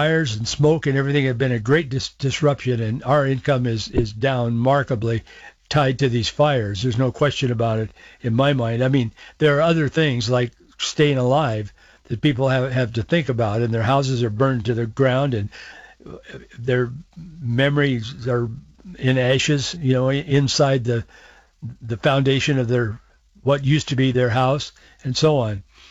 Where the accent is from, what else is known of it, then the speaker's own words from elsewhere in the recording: Yakima, Washington, United States; I was born and raised in Yakima. We lived in the valley for a number of years. Then my parents moved back to Yakima again.